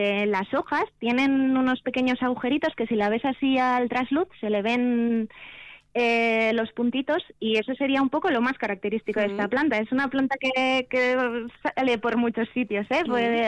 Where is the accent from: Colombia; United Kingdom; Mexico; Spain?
Spain; Vitoria-Gasteiz, Basque Country; now in Araia, Spain